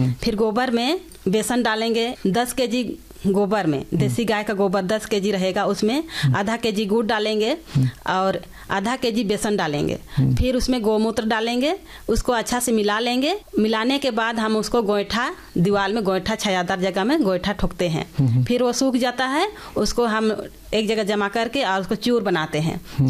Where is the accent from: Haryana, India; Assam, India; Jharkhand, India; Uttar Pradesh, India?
Jharkhand, India; और मैं कांके ब्लॉक से गागी गाँव से आई हूँ।